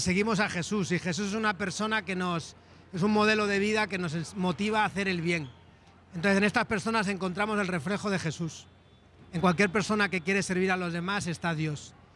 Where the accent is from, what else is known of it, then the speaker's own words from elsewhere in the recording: Madrid, Community of Madrid, Spain; now in Tegucigalpa, Honduras; Yo soy capitalino, aunque soy de Madrid, pues yo llevo ya muchos años aquí, también me considero de Tegucigalpa